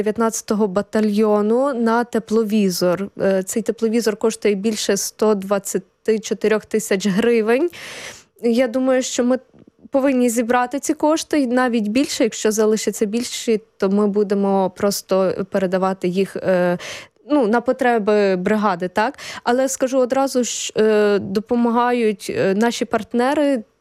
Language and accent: Ukrainian; Ternopil Oblast, Ukraine; moved away as an adult; also born or lived in Kyiv; Я сама із Тернопільської області родом, але я вже в Києві спочатку навчалась, потім працювала